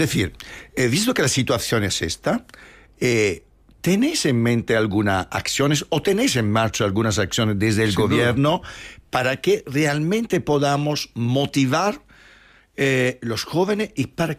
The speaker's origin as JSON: {"language": "Spanish", "country": "Spain", "said": "Son los ciudadanos, son los, la gente de mi pueblo que yo he conocido toda la vida. Esto en España desafortunadamente pasa muy poco."}